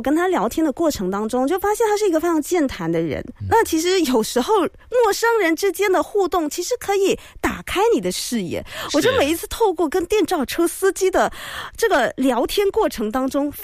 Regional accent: Johor Bahru, Johor, Malaysia; now in Kuala Lumpur, Malaysia; 我就说我的家乡新山。

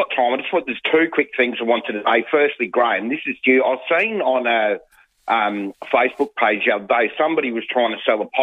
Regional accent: Scotland, United Kingdom; born there; I was born in Scotland, mate, so there's absolutely no way that I could.

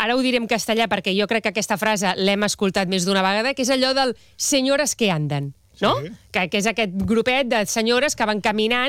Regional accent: Badalona, Catalonia, Spain; és que jo que sóc de Badalona, és veritat que les veig sempre amb el carrito de la compra

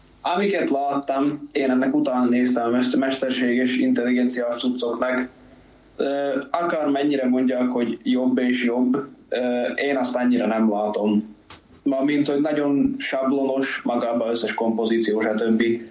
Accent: Hungary; Egész érdekesen, mert mindenki tudja, hogy magyar vagyok.

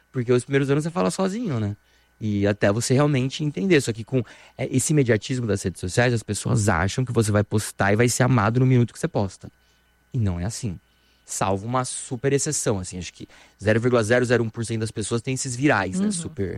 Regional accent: Brazil; eu amo a minha vida, é muito legal aqui eu crescendo na Vila Militar, por exemplo, mas o mundo não é só isso.

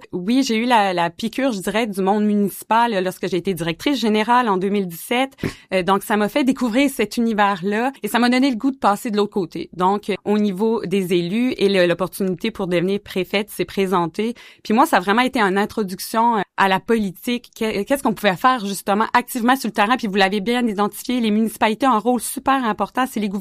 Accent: Havre-Saint-Pierre, Quebec, Canada; also born or lived in Trois-Rivières; c'était clair que je voulais revenir chez moi, à Saint-Pierre.

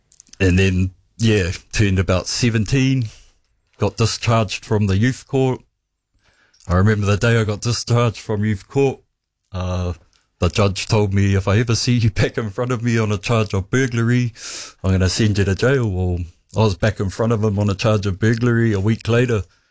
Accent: New Zealand; now in Tokoroa, New Zealand; So I grew up at Maunganui.

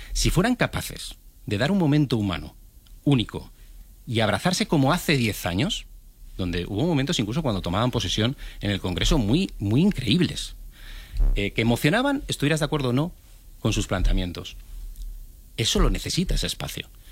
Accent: San Sebastián, Basque Country, Spain; now in Madrid, Spain

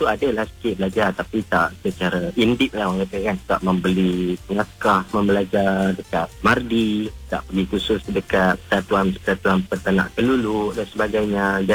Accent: Kampung Sedim, Kedah, Malaysia; Ladang madu kelulut asli Durani yang paling besarnya dekat Kedah, dekat kampung halaman saya, iaitu di Kampung Sedim, Kudim Kedah, dan juga Kampung Bikan.

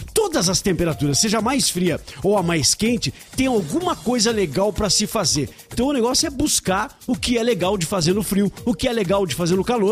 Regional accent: Curitiba, Paraná, Brazil; Eu também nasci em Curitiba. Quando a gente nasce em Curitiba, a gente agora tá com já mais que 40 anos de idade, né? Já passou um pouquinho dos 40.

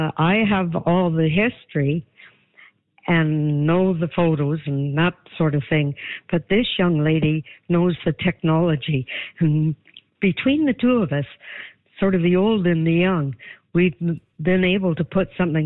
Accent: Armstrong, British Columbia, Canada; Well, I grew up in Armstrong, so like every Armstrong kid, I've been going to the fair for a long time.

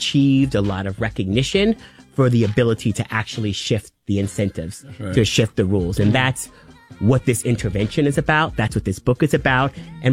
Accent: Riverhead, New York, United States; I grew up on Eastern Long Island, the last exit on Long Island Expressway, Riverhead, and my family got there through the Great Migration.

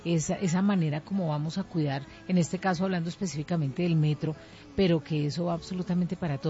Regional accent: Colombia

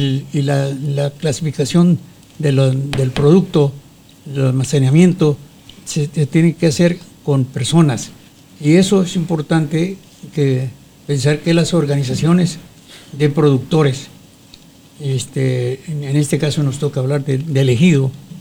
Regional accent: Mexico

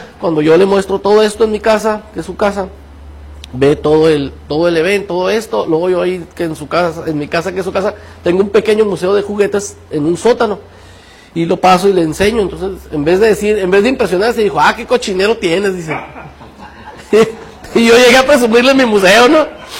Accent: Mexico; yo soy muy mexicano

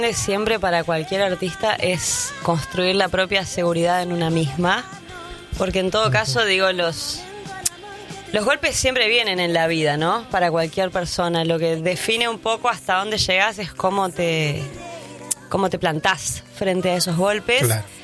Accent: Río de la Plata, Argentina; Somos rioplatenses totalmente.

